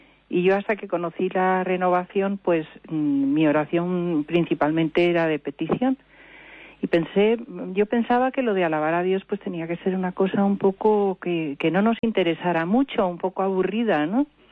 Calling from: Madrid, Community of Madrid, Spain; De Madrid.

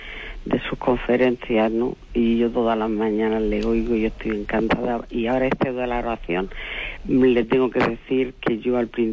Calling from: Murcia, Region of Murcia, Spain; de Murcia

